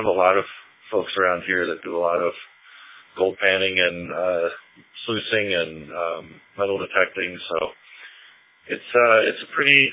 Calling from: Riverton, Wyoming, United States

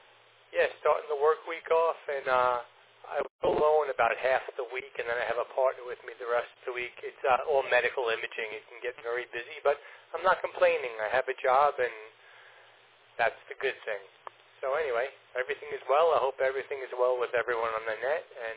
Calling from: Commack, New York, United States

